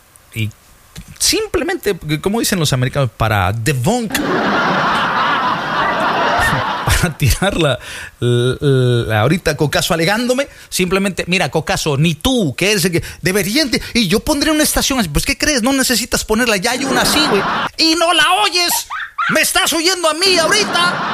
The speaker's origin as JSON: {"language": "Spanish", "region": "Veracruz", "country": "Mexico", "said": "yo soy de oro, yo soy Jarocho."}